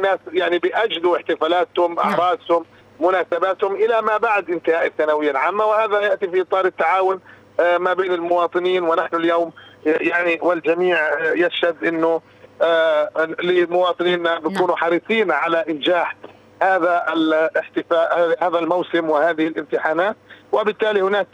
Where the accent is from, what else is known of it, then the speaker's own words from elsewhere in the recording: Palestine; في مجتمعنا الفلسطيني